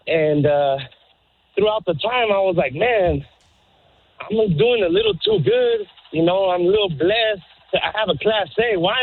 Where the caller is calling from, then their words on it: Perris, California, United States; Man, I'm calling from Paris. And I'm not saying Paris, France. Paris, California, man.